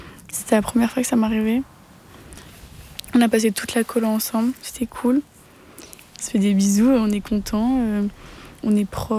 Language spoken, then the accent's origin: French; Troyes, Grand Est, France; j'ai 18 ans, je viens de Troyes.